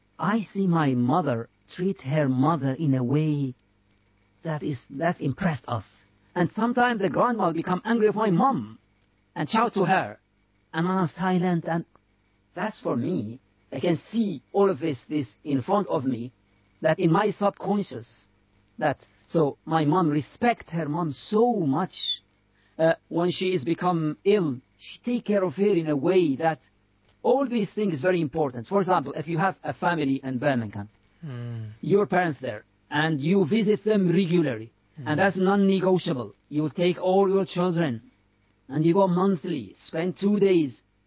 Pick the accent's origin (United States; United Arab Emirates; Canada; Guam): United Arab Emirates; I grew up in Emirates, not in Mauritania. So we are in the house. It's just Mauritania is an open. Everyone, they have all their relatives. But in Emirates, we just have our family.